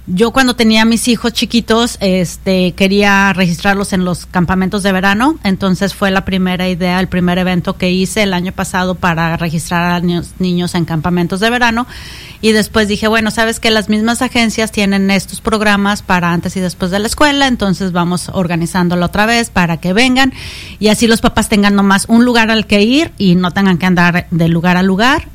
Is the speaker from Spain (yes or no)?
no; Guadalajara, Jalisco, Mexico; now in Sioux City, United States; mi esposo y yo somos de Guadalajara, y pues ya tenemos aquí casi 30 años.